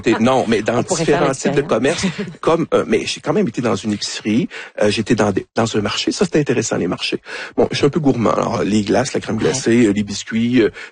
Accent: Quebec, Canada; accent: French; Quel accent? On perçoit un accent français. On est des Canadiens. Ah, blablabla, Québécois, etc.

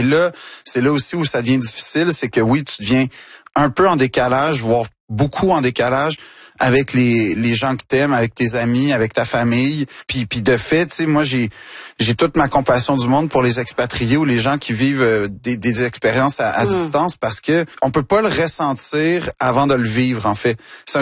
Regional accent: Quebec, Canada

